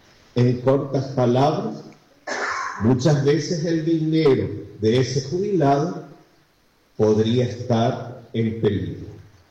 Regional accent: Paraguay; Ya tenemos luego como paraguayos aportantes del IPS

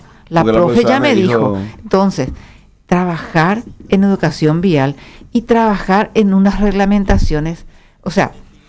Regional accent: Encarnación, Itapúa, Paraguay; todos saben que yo soy de Encarnación.

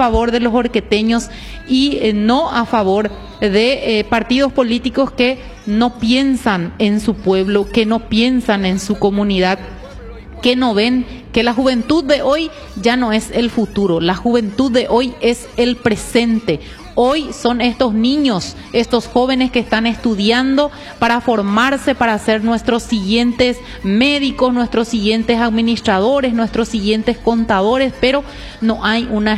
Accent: Horqueta, Concepción, Paraguay

